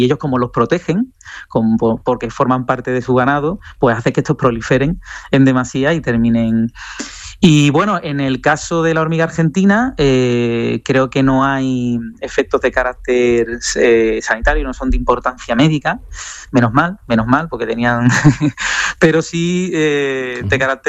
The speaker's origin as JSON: {"language": "Spanish", "town": "Sanlúcar de Barrameda", "region": "Andalusia", "country": "Spain", "said": "Sanlúcar, de donde soy yo"}